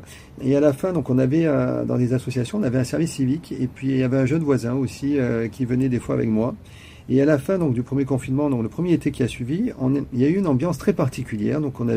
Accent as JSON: {"language": "French", "region": "Auvergne-Rhône-Alpes", "country": "France", "said": "Alors, comme je suis originaire d'Ardèche, donc j'y allais très souvent, je passais toutes mes vacances, tous les week-ends là-bas."}